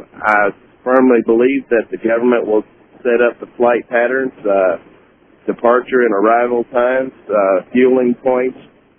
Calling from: Columbia, South Carolina, United States; I'm a trucker in Columbia, South Carolina.

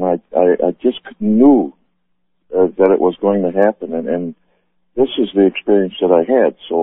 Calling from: Minneapolis, Minnesota, United States

